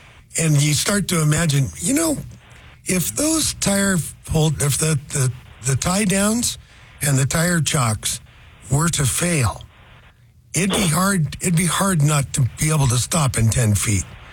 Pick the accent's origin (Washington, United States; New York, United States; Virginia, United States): Washington, United States; Ballard; Well, I never participated, but I had lots of friends that did. I was from Ballard